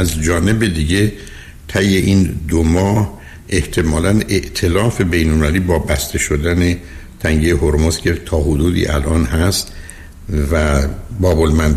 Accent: Iran; به عنوان یه ایرانی عرض میکنم

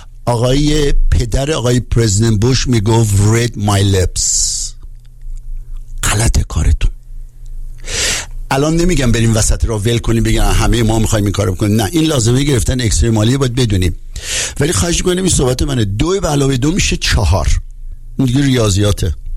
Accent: Tabriz, East Azerbaijan, Iran; born there; من متولد تبریزم

